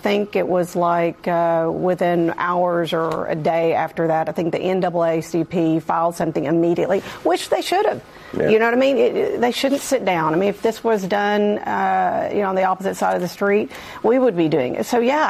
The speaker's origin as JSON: {"language": "English", "region": "Arkansas", "country": "United States", "tie": "born or raised there", "said": "I grew up in Arkansas, a couple of hours away from Memphis. I would go to Memphis all the time. I love the area."}